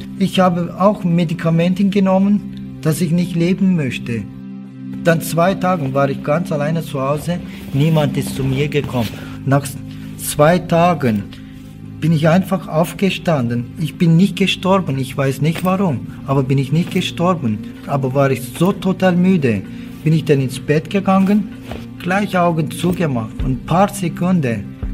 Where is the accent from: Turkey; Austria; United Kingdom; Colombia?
Turkey; born or raised there; German is a second language; now in Germany